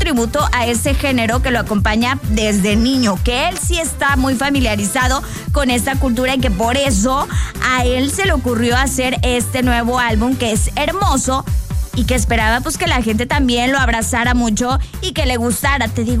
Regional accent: Mexico

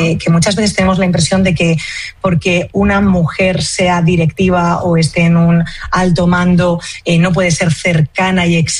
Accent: Castile and León, Spain; yo soy leonesa, me siento muy leonesa, pero también tengo buena parte de la familia gallega

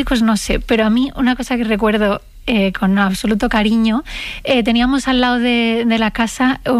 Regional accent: Madrid, Community of Madrid, Spain; No tengo pueblo. No. Yo soy más de Madrid que el Boca

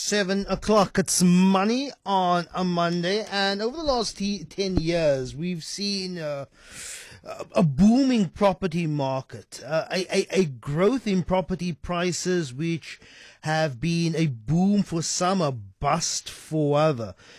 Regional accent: Cape Town, Western Cape, South Africa; I'm from Grassy Park

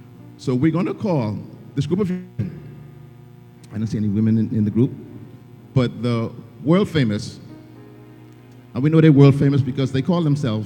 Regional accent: Bahamas; We used to have their album, their 45 album in our house growing up in Palm Beach Street.

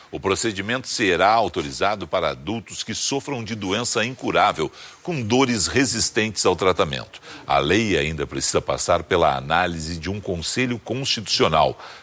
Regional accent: Spain; Como bom espanhol que eu sou, vou de Espanha, claro.

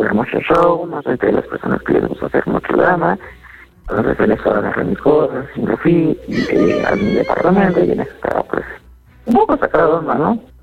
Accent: Puebla, Mexico; Sí, claro, soy de Puebla.

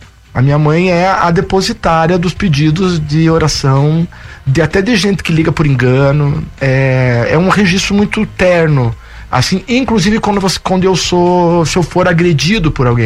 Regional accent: Curitiba, Paraná, Brazil; no Lindóia, que para mim é um bairro muito simbólico, de Curitiba. Lógico que eu nasci na Vila Cubas, depois a família toda no Novo Mundo, que a gente era todos os vizinhos ali, né, do Papa João XXIII, né, da escola.

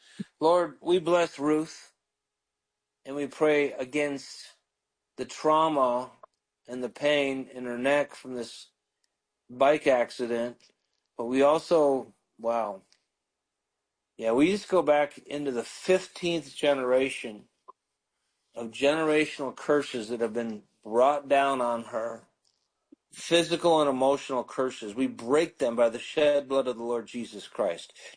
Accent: Chicago, Illinois, United States; now in Seattle, United States; I'm from Chicago, too

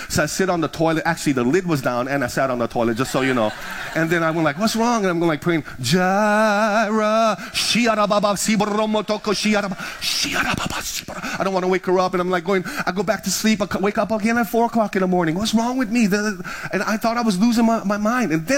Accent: Big Island, Hawaii, United States; I'm from the Big Island.

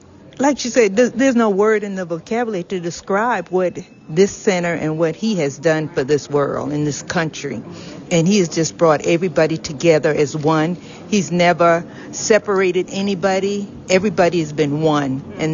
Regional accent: Covington, Georgia, United States; I'm from Covington, Georgia, and I'm with the Amazing Grace Girl Trek Team Tour Group.

